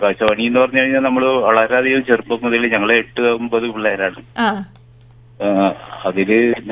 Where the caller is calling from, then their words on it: Cheruthuruthy, Kerala, India; ചെറുതുരുത്തിയാണ് വീട്. പക്ഷെ ഇപ്പൊ ഞാൻ താമസിക്കുന്നത് പള്ളിമൂലയിൽ തന്നെയാണ്